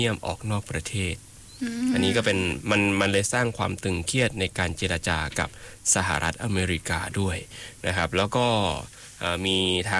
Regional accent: Isan, Thailand; moved away; คนที่อยู่อย่างเรามาจากภาคอีสาน

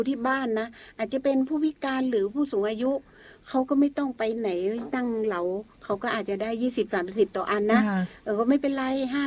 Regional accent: Lamphun, Thailand; พี่เป็นคนลำพูน

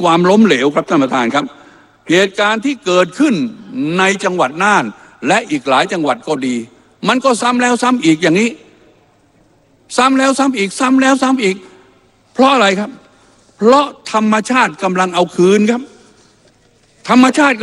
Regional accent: Rayong, Thailand; ผมเป็นคนจังหวัดระยอง

